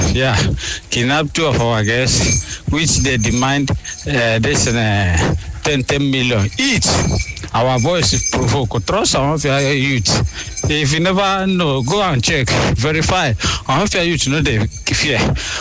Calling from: Abia, Nigeria; you know, I came from Abia State.

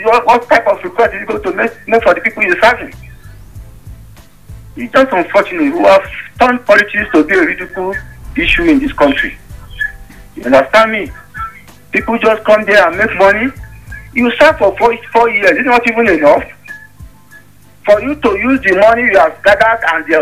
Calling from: Jos, Plateau, Nigeria; I'm calling from Plateau State, Jos.

